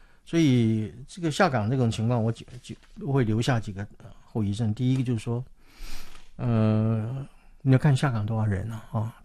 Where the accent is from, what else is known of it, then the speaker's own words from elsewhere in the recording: Northeast China, China; moved away; 我是东北人，所以那个年代我曾经回我的家乡，我那个家乡里面的人呢，基本上没有人不下岗的，东北叫老工业地，老工业基地嘛